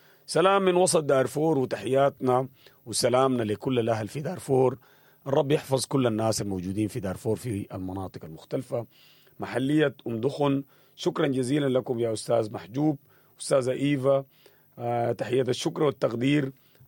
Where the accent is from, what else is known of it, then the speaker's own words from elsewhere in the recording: Sudan; نحن كسودانيين